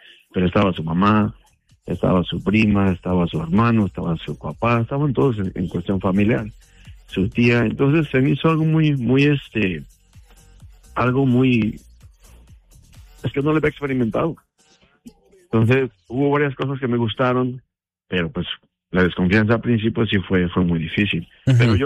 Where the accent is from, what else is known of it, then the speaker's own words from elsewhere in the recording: Mexico; ella pensaba que yo soy de Brasil o de algún lado por allá, nunca pensé que fuera mexicano.